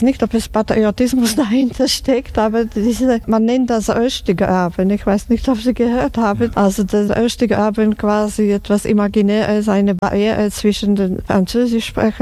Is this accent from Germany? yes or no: no; Slovakia; moved away as an adult; now in Switzerland; Das sind meine Wurzeln. Ich komme aus der Slowakei und ja, das kann ich nicht leugnen, will nicht leugnen. Dass ich bin hier aufgewachsen, meine jungen Jahre habe ich hier verbracht. Also ich ging erst in meinem Mittelalter in die Schweiz. Also hat mich, ich kann so sagen, die Slowakei viel mehr geprägt als die Schweiz